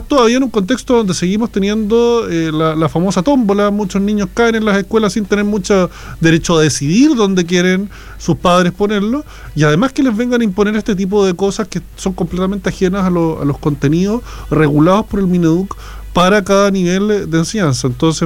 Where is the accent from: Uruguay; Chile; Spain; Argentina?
Chile; es una fecha que nos divide como chilenos, lo tenemos súper claro, sí.